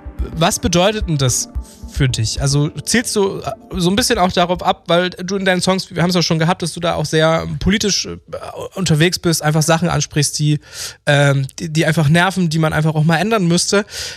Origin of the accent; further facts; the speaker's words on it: Cottbus, Brandenburg, Germany; weil ich komme aus einer Groß-Kleinstadt, mal so, mal so. Und bin da jahrelang geblieben. Also ich komme aus Cottbus